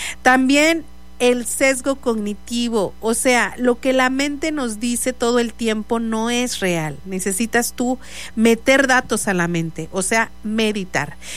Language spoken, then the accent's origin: Spanish; Mexico